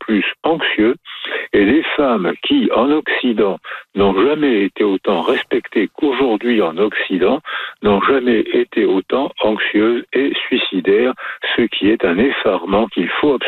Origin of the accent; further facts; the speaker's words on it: France; born there; moi je suis né en France, donc je parlais français sans accent